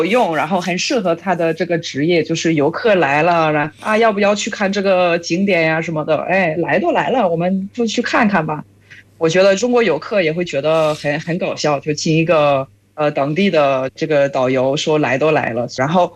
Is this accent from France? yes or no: yes; France; Chinese is a second language; moved away; 我们在法国也是比较热情的